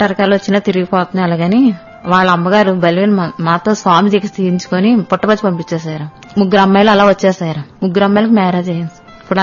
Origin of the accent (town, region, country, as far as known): Vemagiri, Andhra Pradesh, India